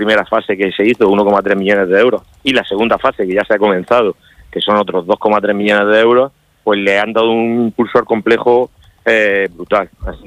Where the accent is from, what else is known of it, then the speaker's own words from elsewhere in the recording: Monteagudo, Spain; Los que somos de allí de Monteagudo hemos visto alguna foto antigua de lo que allí había